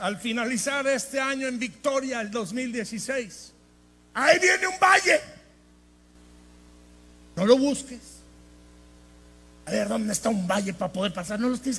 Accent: northern Mexico, Mexico; Como somos así los norteños, ¿verdad? Hablamos primero y pensamos después.

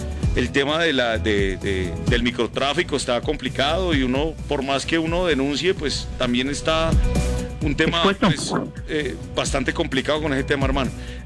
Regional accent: Obando, Valle del Cauca, Colombia; Y más en mi pueblo, parce, donde yo nací. O sea, yo soy de Obando Valle, de un pueblo

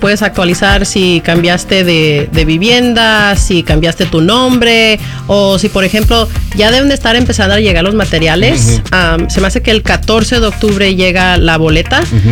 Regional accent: Kansas, United States; also born or lived in New Mexico / Oregon; Soy de Kansas, de hecho.

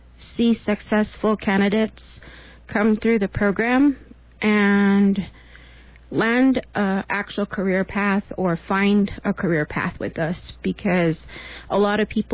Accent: Mishongnovi, Arizona, United States; I'm from the Pumpkin Clan from the village of Masangnavi.

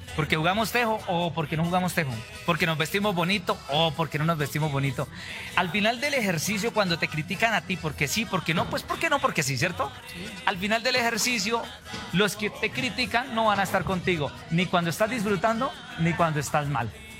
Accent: Boyacá, Colombia; un boyacense de paso firme

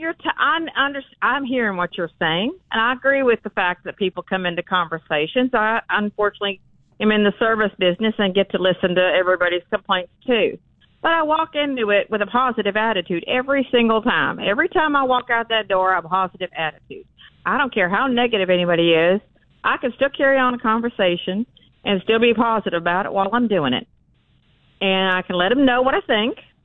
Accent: Los Angeles, California, United States; moved away; I grew up originally in California, the granola state.

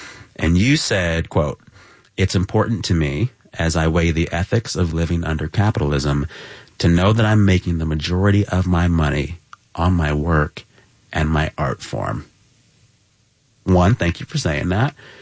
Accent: San Antonio, Texas, United States; now in Los Angeles, United States; So I'm from San Antonio.

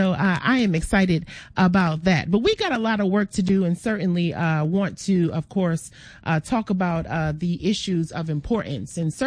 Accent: New York, United States; Well, I am a New Yorker, as y'all know, and so I am definitely very excited on the heels of what was a really, really historic game.

